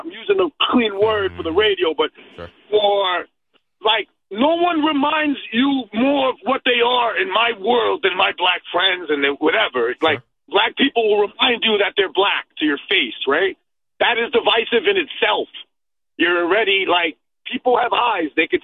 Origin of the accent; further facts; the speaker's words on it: New York City, New York, United States; As an adult, I lived in Howard Beach